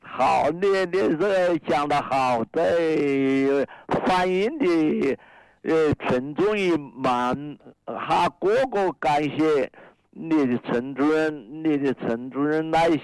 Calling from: Wuhan, Hubei, China; 我是黄陂七角湾。

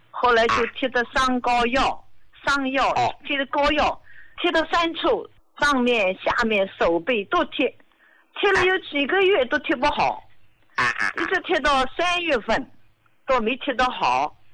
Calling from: Jiangsu, China; 我今年73岁，我是江苏的。

